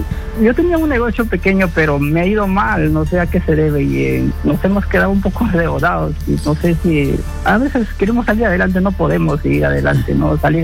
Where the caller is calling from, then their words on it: Lima, Peru; De acá, de San Juan de Lurigancho.